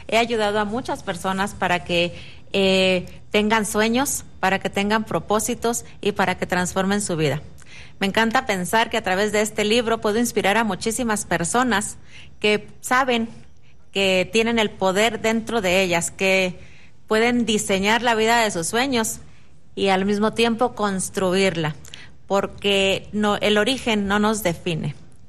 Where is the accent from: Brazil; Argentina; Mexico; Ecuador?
Mexico; soy la mexicana más rifada